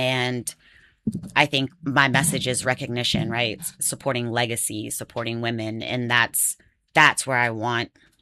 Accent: Houston, Texas, United States; I grew up in Texas, right, around the Houston area.

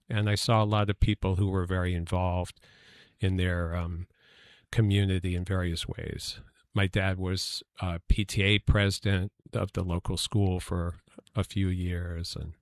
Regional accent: United States; also born or lived in Panama Canal Zone; we grew up outside of D.C.

